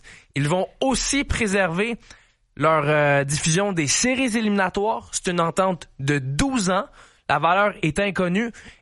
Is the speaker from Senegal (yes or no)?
no; Quebec, Canada; En tant que artisan des médias sportifs québécois, puis je pense qu'en tant que Québécois